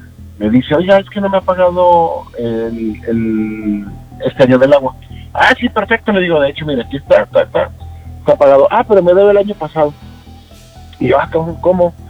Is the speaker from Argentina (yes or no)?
no; Torreón, Coahuila, Mexico; Sí, de Torreón, mi rey.